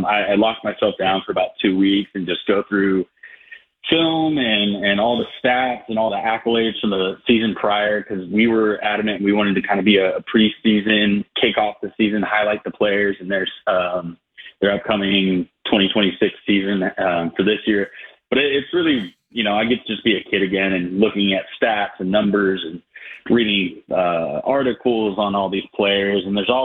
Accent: California, United States; now in Phoenix, United States; Originally, the Inland Empire in Southern California, but I've been out here for over a decade now.

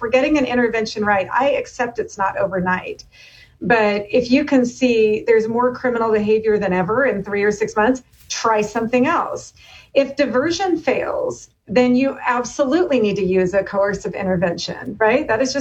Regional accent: Portland, Oregon, United States; now in Seattle, United States; I'm from Portland

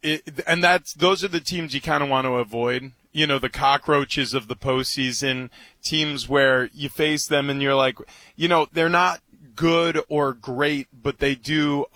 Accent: New York, United States; I grew up in New York, you know, so I've got buddies who have, you know, not only big interest in the series

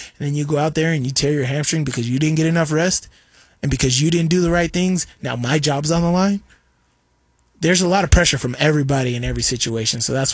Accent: Las Vegas, Nevada, United States; I'm from Vegas, right? Coming up to Utah, it was cold as hell.

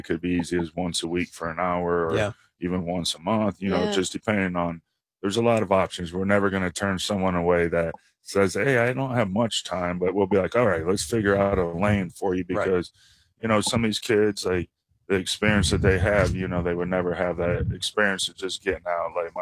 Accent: Indiana, United States; moved away; Like, duh, like I'm from Indiana.

